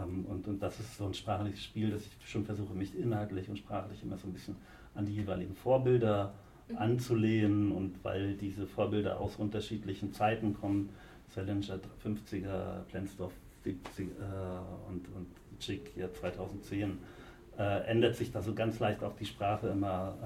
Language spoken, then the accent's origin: German; Northern Germany, Germany; Ich fremde ja als Norddeutscher mit solchen Begriffen sehr.